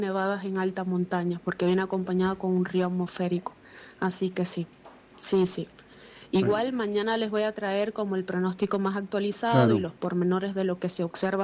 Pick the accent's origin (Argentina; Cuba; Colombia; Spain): Cuba; moved away; muy reconocida en Cuba y es de mi pueblo.